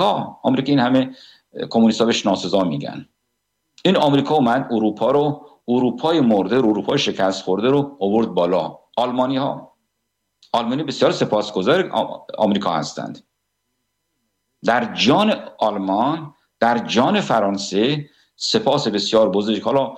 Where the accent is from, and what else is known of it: Iran; now in Sweden